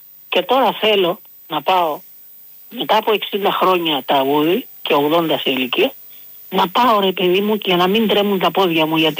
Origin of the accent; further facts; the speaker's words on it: Agia Varvara, Greece; Ήθελα να σου πω κάτι που μου έμεινε από την Αγία Βαρβάρα, το χωριό μου. Ήμουνα το 44 γεννηθής, αλλά το 50 περίπου εκεί.